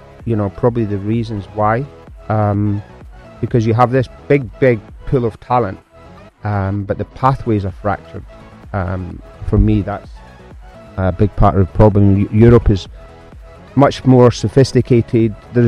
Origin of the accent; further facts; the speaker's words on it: Glasgow, Scotland, United Kingdom; accent: Scottish; moved away as an adult; also born or lived in Jersey; Yeah, I am Scottish, born in Glasgow. But I moved country when I was 19, 20 to seek better opportunities, and spent most of my adult life on a small island of Jersey, not New Jersey in the US, but small Jersey